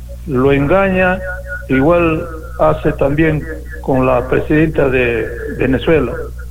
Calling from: Peru; aquí en el Perú el patito feo somos todos los peruanos

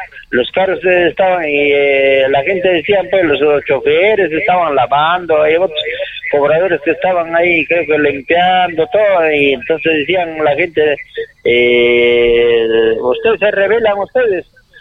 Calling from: Tiabaya, Arequipa, Peru; Sector es Tiabaya.

